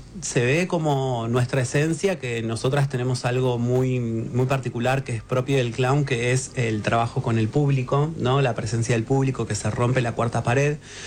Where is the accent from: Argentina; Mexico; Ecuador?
Argentina; Buenos Aires; also born or lived in San Marcos Sierras, Córdoba; No, en realidad nosotras somos de acá de Buenos Aires.